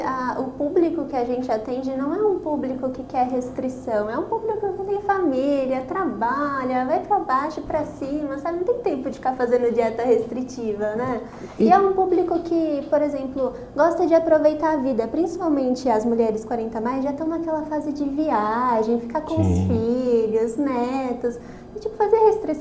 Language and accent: Portuguese; Cláudio, Minas Gerais, Brazil; now in Itatiba, Brazil; Bom, eu sou mineira, vim lá de uma cidade chamada Cláudio, bem longe daqui, perto de Belo Horizonte, Divinópolis, Oliveira.